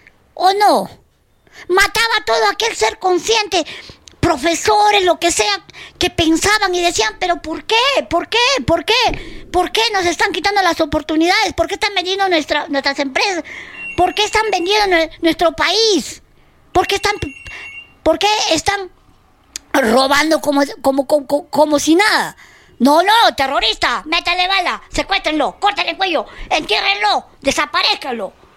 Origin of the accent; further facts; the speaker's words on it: Arequipa, Peru; como ciudadana peruana y arequipeña.